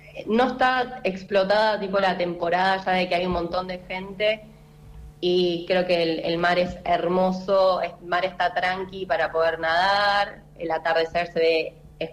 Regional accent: Chubut, Argentina; Pero soy de Chubut, entonces les tengo que explicar que es un estado, que está al sur de la Patagonia, que tenemos mar y montaña

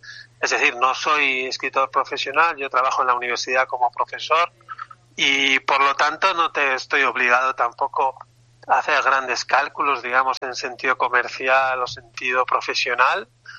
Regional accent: Spain; first language eu; Spanish is a second language; mi lengua materna es el euskera, mi familia se habla euskera

